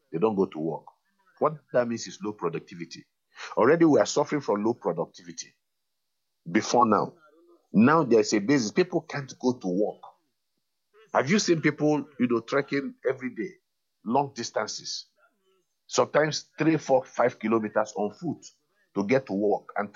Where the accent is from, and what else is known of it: Nigeria